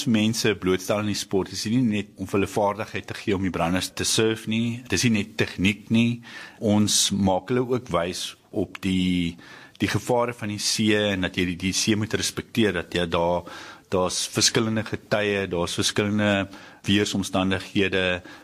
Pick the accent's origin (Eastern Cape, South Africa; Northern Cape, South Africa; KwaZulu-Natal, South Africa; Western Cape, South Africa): Western Cape, South Africa; Cape Town; born there; ek is gebore daar in Oranjezig